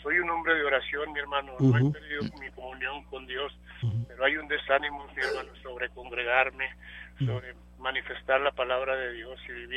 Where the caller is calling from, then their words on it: Denver City, Texas, United States; De Denver City, mi hermano.